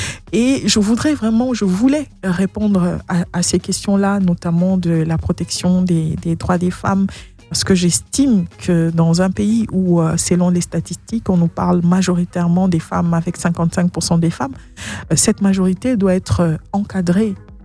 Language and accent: French; Kinshasa, DR Congo; born there; Et mon fief, c'est Bandal. Tout à l'heure, vous avez mis, j'ai entendu la chanson de … donc c'est un grand frère qui m'a vu naître dans le même quartier.